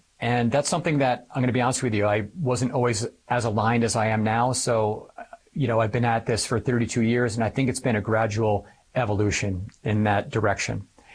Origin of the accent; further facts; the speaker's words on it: Connecticut, United States; moved away as an adult; I'm from Connecticut.